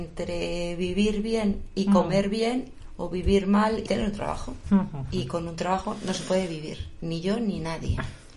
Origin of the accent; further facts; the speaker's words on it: Torrelaguna, Community of Madrid, Spain; soy una mujer de 50 años, totalmente empoderada, ya sabes, de la Sierra Norte de Madrid. Vivo en Torrelaguna de toda la vida y trabajo en Torrelaguna y en Guadalix de la Sierra